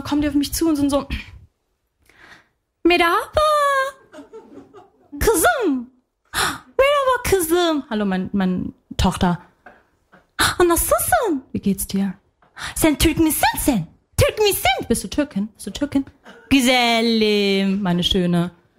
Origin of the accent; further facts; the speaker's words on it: Lebanon; Ich so, ja, Tante, ich bin Libanesin.